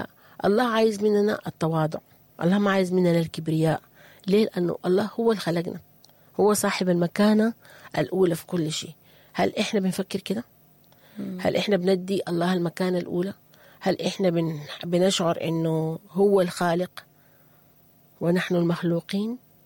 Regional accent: Sudan; moved away; في بلدنا السودان

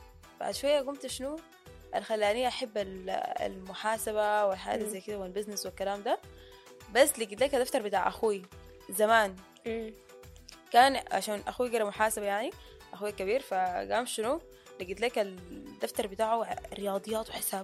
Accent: Sudan; moved away as an adult; عندنا في السودان لما حصلت الحرب

